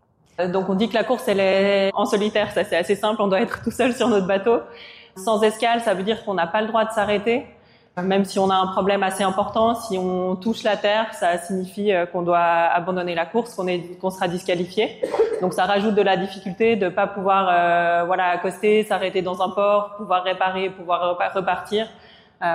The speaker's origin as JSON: {"language": "French", "region": "Geneva", "country": "Switzerland", "tie": "born or raised there", "said": "je vais avoir 40 ans cette année. J'ai grandi en Suisse, à côté de Genève, donc au bord du lac Léman."}